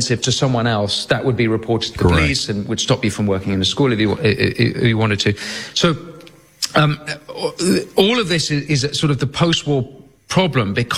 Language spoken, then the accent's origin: English; England, United Kingdom; And this is embarrassment about being English, that will be overcome, because actually that's a relatively new concept. And actually we're a proud ancient people